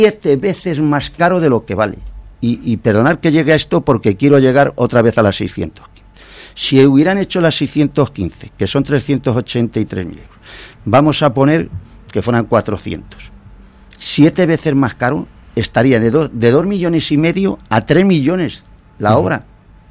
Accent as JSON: {"language": "Spanish", "town": "Moralzarzal", "region": "Community of Madrid", "country": "Spain"}